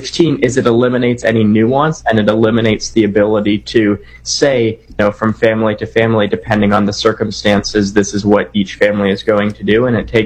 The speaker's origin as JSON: {"language": "English", "country": "Canada", "said": "Yeah, or my home country of Canada either"}